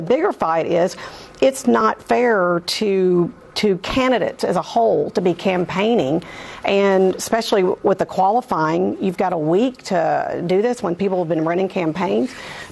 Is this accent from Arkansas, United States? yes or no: yes; Arkansas, United States; I mean, I grew up in Arkansas, a couple of hours away from Memphis. I would go to Memphis all the time.